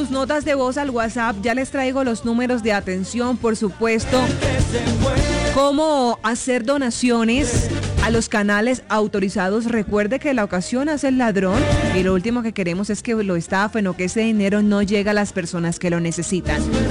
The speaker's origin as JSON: {"language": "Spanish", "country": "Colombia", "said": "una de las cosas que nos une como colombianos y que nos identifica de esa tierra tricolor"}